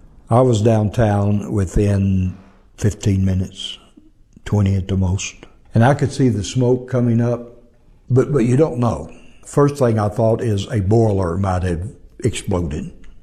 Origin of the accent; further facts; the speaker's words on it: Arkansas, United States; I'm from Arkansas.